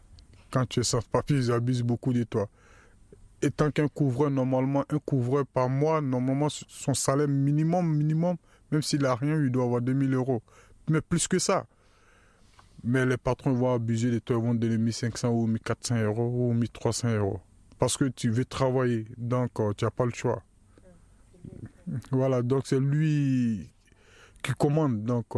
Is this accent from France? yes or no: no; Côte d’Ivoire; moved away as an adult; Bon, moi, je viens de la Côte d'Ivoire. Bon, moi, je suis quitté en Côte d'Ivoire en 2007.